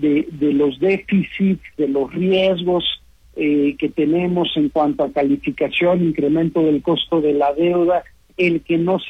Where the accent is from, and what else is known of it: Mexico